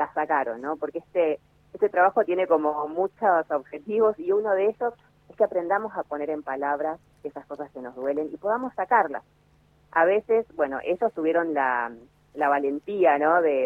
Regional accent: Campo Grande, Misiones, Argentina; also born or lived in Chubut; si bien nací en Chubut, me crié en Campo Grande, conozco cómo es la cultura

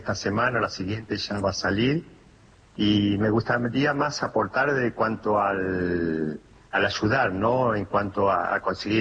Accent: Argentina; la idea era correr en Argentina, que tuve muy pocas posibilidades de correr en mi país y elegí la de Buenos Aires.

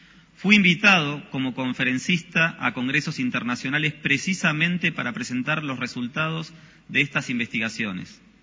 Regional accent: Hurlingham, Buenos Aires Province, Argentina; also born or lived in Ramos Mejía; Nací aquí en la ciudad de Buenos Aires en 1978 y me crié en Hurlingham y Ramos Mejía, zona oeste del Gran Buenos Aires.

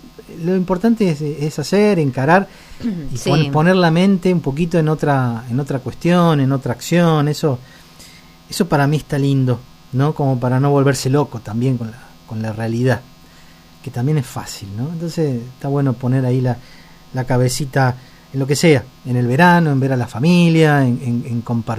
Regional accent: Córdoba, Argentina; now in Bariloche, Argentina; Cuando yo me vine a Bariloche, de Córdoba, mi abuela decía eso

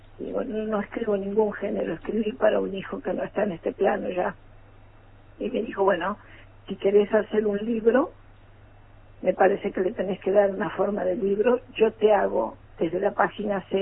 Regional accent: Buenos Aires, Argentina; yo vengo de Buenos Aires, así que espero poder desarrollarlo un poquito

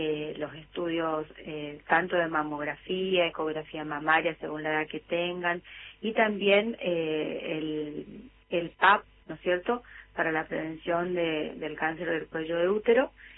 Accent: Chaco, Argentina; now in Puerto Iguazú, Argentina; yo soy chaqueña, y porque tengo familia en Esquina, Corrientes

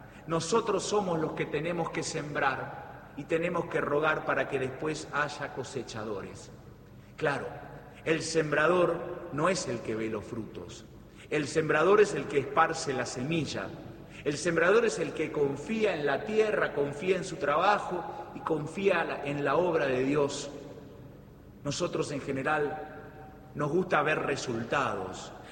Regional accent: Argentina; como argentinos podamos reconstruir los vínculos

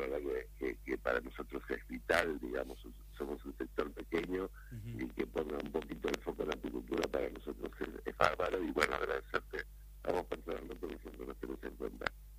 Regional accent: Argentina; nosotros somos argentinos apicultores

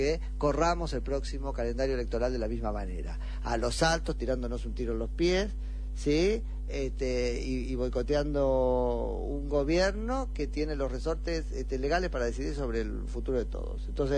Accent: Argentina; O sea, pagamos carísimo como argentinos

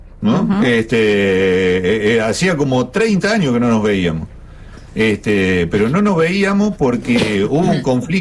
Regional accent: San Jorge, Santa Fe, Argentina; born there; moved away; contacté una prima que vive en el pueblo donde nacimos, en San Jorge, en la provincia de Santa Fe.

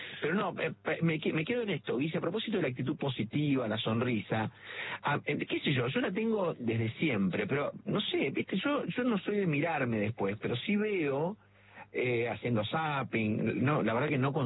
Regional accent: Rafaela, Santa Fe, Argentina; also born or lived in Córdoba; No nací en Rafaela.

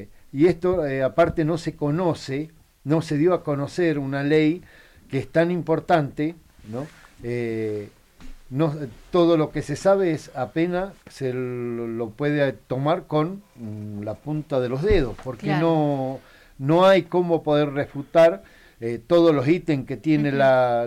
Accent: Argentina; Por eso es la convocatoria, como cualquier argentino, ¿no?

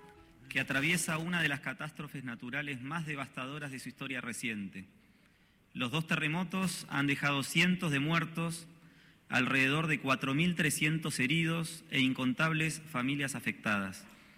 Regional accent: Hurlingham, Buenos Aires Province, Argentina; born or raised there; also born or lived in Ramos Mejía

